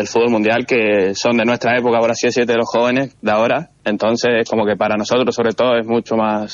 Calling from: Argentina; Como todo argentino queremos el bicampeonato

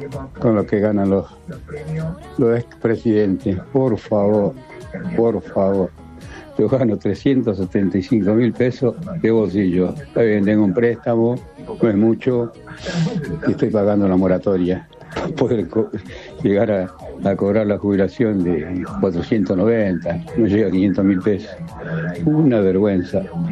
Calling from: Pilar, Buenos Aires Province, Argentina

